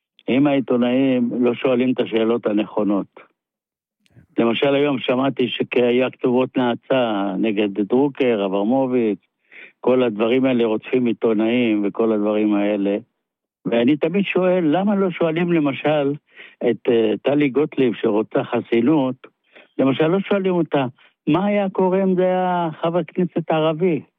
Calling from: Rishon LeZion, Central District, Israel; אני מראשון.

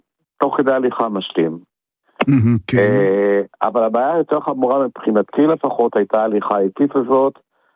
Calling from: Ramat Gan, Tel Aviv District, Israel; אני מרמת גן, אני בן 68, אוטוטו 9.

